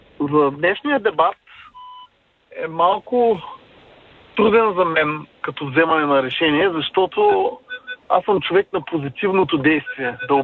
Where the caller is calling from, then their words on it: Varna, Varna Province, Bulgaria; от Варна.